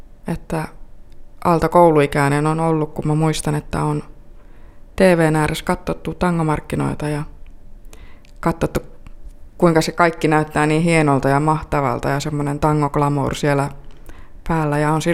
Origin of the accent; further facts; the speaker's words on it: Peräseinäjoki, South Ostrobothnia, Finland; also born or lived in Kauhajoki; Että joo, pieni kylä, mutta ehkä siinä on ollut etunsakin sitten, että pieni paikka. Ja ei mulla ole kuin oikeastaan hyvää sanottavaa Peräseinäjoesta, että siellä on ollut hyvä kasvaa.